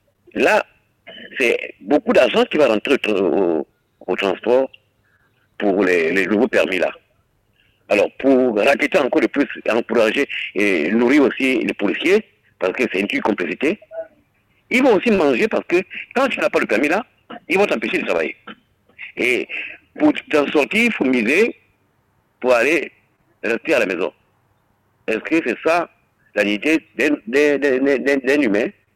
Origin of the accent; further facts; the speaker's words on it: Gabon; Je suis né au Gabon, à Maroc, je n'ai jamais voyagé.